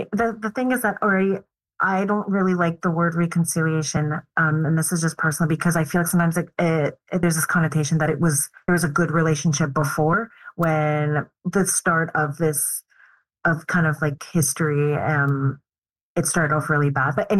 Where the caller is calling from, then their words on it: Montreal, Quebec, Canada; I'm speaking from Montreal, those that are in Montreal.